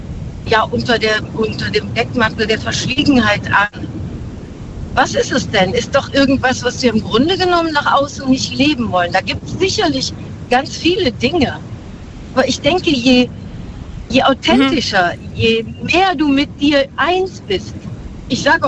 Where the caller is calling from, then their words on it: Stuttgart, Baden-Württemberg, Germany; Ich komme aus Stuttgart gerade.